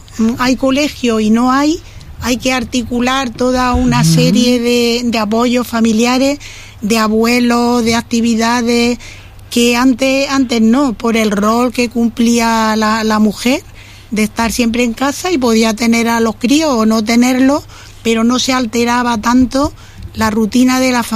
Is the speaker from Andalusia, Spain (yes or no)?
yes; Úbeda, Andalusia, Spain; born there; moved away; also born or lived in Elche; Yo soy nacida en Úbeda